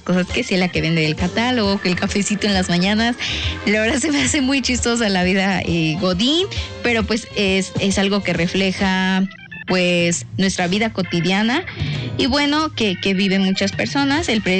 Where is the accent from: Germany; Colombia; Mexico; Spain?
Mexico; siendo mexicanos